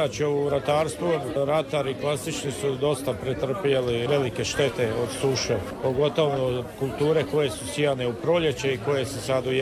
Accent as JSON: {"language": "Croatian", "town": "Koritna", "region": "Osijek-Baranja County", "country": "Croatia"}